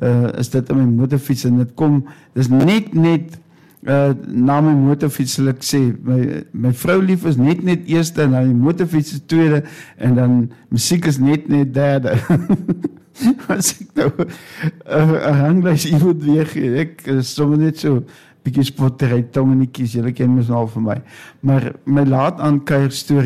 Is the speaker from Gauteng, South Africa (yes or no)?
no; Northern Cape, South Africa; ons kom ons uit Namakoland